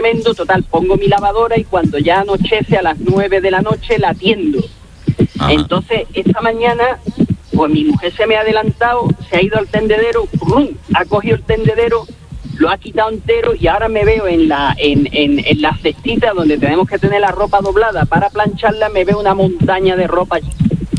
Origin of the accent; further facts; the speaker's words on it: Algeciras, Andalusia, Spain; tarde, porque yo soy de Algeciras.